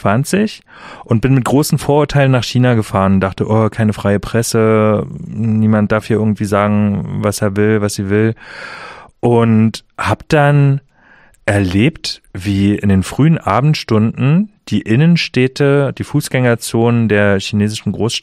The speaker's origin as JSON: {"language": "German", "country": "Germany", "tie": "born or raised there", "said": "Früher war unser Hauptproblem, ich bin in der DDR groß geworden, dass es keine freien Medien gab"}